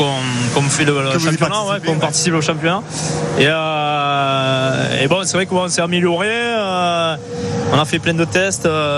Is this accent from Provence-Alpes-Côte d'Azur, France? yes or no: no; Thuir, Occitanie, France; born there; Alors moi je suis né au-dessus d'une boucherie. Ouais. Sur Thuir.